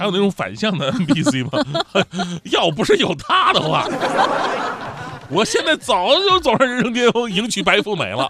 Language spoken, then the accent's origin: Chinese; Shanxiahu, Zhejiang, China; 是我老家镇上的企业，就是浙江诸暨山下湖。